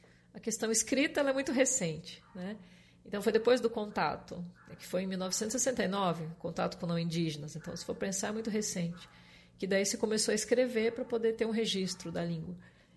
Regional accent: Santa Catarina, Brazil; now in Rondônia, Brazil; eu que sou de Santa Catarina, né, e é professora também do Sul, né, do Paraná

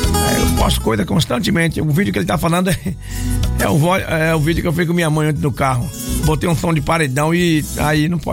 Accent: Córrego de Pedras, Minas Gerais, Brazil; Eu sou de Córrego de Pedras.

